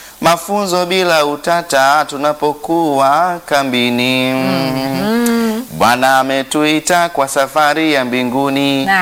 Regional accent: Songea, Ruvuma, Tanzania; Kama umekubali kuja kwetu kule Songea

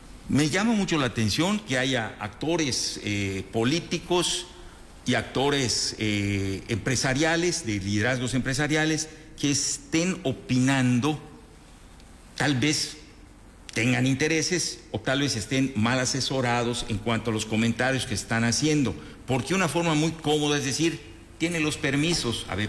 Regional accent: Mexico; soy mexicano, mi país firmó

